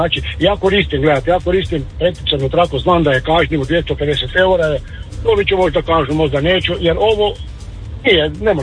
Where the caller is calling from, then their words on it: Međimurje County, Croatia; iz Međimurja.